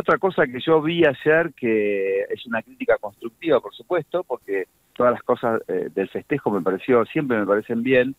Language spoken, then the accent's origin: Spanish; Argentina